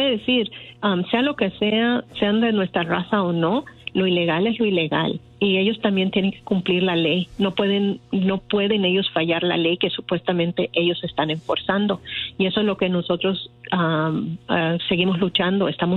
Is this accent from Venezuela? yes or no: no; Mexico; Y nosotros como mexicanos, salvadoreños, hondureños